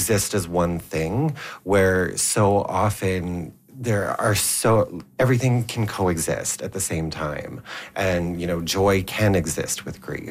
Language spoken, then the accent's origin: English; Hay River, Northwest Territories, Canada; moved away; I'm originally from Hay River in the Northwest Territories, where there are no art galleries. There's no fine art printing facilities.